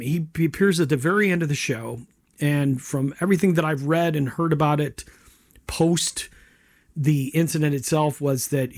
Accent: Rochester, New York, United States; We are broadcasting, that's right, in Rochester, New York, my hometown.

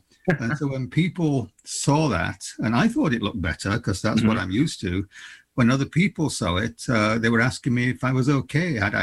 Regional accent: Scranton, Pennsylvania, United States; accent: Scranton, Pennsylvania; Yeah, and I've got my Scranton, Pennsylvania accent.

